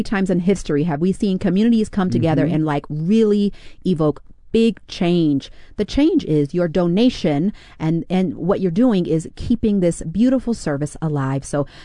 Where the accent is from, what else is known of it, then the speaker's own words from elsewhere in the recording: Louisville, Kentucky, United States; now in Colorado, United States; even though I'm from Louisville, Kentucky, and that always messes me up.